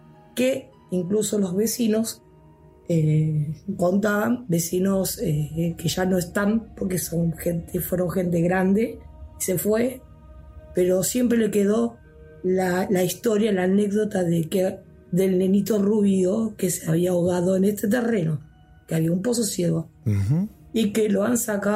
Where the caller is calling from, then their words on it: Lomas de Zamora, Buenos Aires Province, Argentina; Soy de Lomas de Zamora.